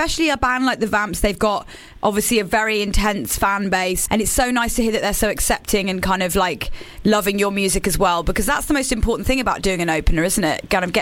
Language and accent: English; United Kingdom; us UK people.